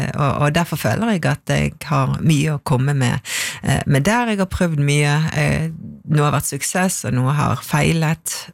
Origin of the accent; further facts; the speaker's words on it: Vestland, Norway; Det ligger rett ned for Stolsen, den berømte Stolskleiven, og det var jo mitt... det var jo der jeg vokste opp og brukte mye tid der, på Fløyen, oppe på Rundemann, og elsket det.